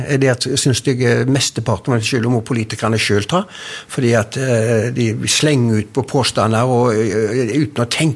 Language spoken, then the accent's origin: Norwegian; Håvik, Rogaland, Norway; Jeg er fra Håvik